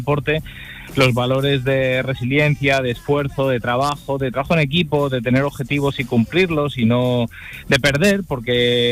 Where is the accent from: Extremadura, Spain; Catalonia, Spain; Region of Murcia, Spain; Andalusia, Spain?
Andalusia, Spain; Jerez de la Frontera; podemos estar todos muy orgullosos como jerezanos, como gaditanos